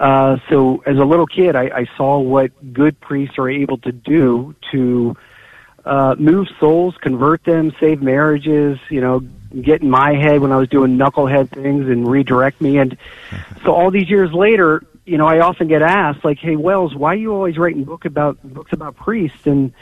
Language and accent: English; Ireland; I guess as an Irishman and an old sports writer, I took a lot of those stories